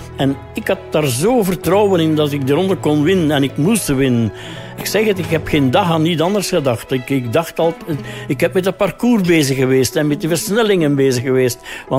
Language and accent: Dutch; Meire, Flanders, Belgium; aan het café van mijn broer in Meren. Mijn geboortedorp. En ik woonde daar echt over. Ik woonde daar.